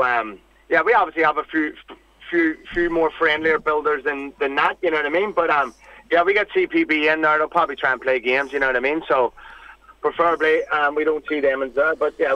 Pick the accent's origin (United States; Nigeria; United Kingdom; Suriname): United Kingdom; Belfast, Northern Ireland; now in Australia; I'm from West Belfast, so that's an old saying of mine.